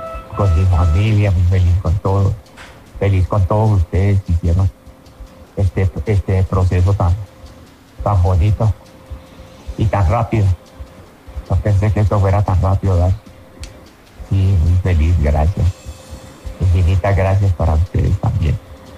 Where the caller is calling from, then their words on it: Colombia; Estando en mi tierra ya